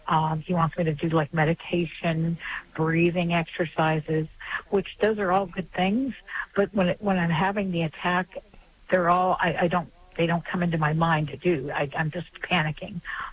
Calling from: Columbus, Ohio, United States; Hi, I'm calling from the Columbus, Ohio area.

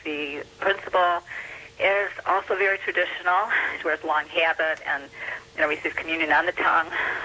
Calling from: Livonia, Michigan, United States; Yes, this is … I'm calling from Livonia, Michigan

